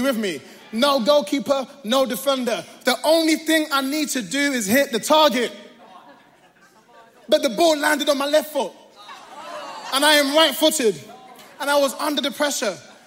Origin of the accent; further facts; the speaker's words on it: London, United Kingdom; being a Londoner